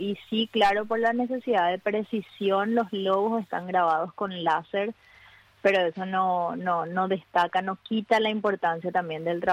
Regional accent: Paraguay; Lo que se buscaba principalmente era hablar un poco acerca de eso que tanto nos representa como paraguayos, que es la hospitalidad, ¿no?

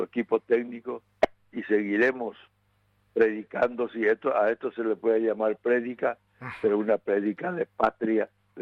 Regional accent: Paraguay; Me alegra como paraguayo que hemos soñado en los momentos difíciles de nuestra lucha política, me alegra de corazón hoy con mis 85 años

